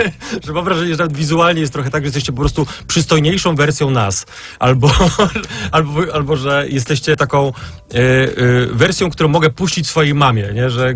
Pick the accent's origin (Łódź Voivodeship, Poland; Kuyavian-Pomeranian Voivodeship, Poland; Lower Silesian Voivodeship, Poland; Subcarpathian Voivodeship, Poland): Lower Silesian Voivodeship, Poland; Wałbrzych; now in Warsaw, Poland; bo jestem z Wałbrzycha w ogóle, z mniejszego miasta.